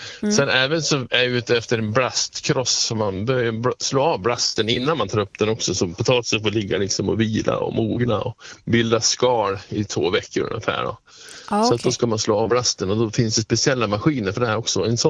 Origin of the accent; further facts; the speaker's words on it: Sweden; moved away; vi har ju alltid potatisland hemma i Sverige.